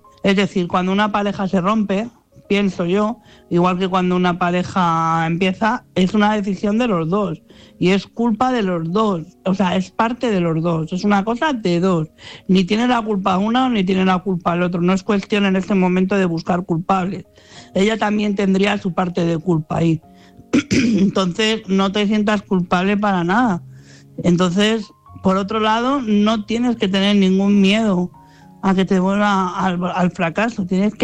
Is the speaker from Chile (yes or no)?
no; Madrid, Community of Madrid, Spain